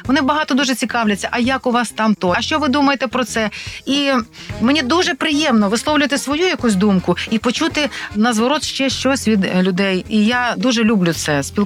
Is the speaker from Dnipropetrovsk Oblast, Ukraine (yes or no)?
no; Ternopil, Ternopil Oblast, Ukraine; Справа в тому, що я народилася в Тернополі, захід України. Там скрізь співають народних пісень.